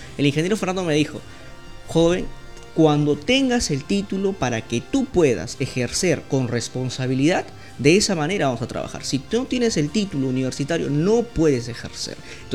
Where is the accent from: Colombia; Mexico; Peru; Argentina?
Peru; Satipo, Junín; also born or lived in Mazamari; Yo soy de Satipo.